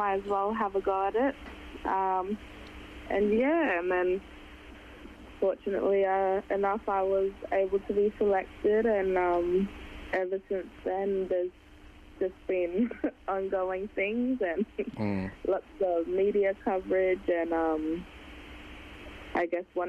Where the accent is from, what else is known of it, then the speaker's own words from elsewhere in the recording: Northern Territory, Australia; born there; also born or lived in Darwin / Halls Creek, Kimberley / South Australia; now in Perth, Australia; I was born in Darwin on Larrakia land, adopted and grew up by the Yolngu mob in northeast Arnhem land. My bloodline, Halls Creek, I'm a Jaru woman from Halls Creek, Kimberley region, and went to school down south with Kaurna people, and now here in Perth